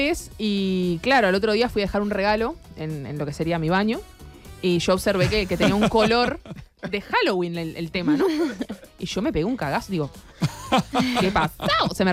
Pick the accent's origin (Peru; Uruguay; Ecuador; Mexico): Uruguay; Jo soy de Uruguay, primero que nada.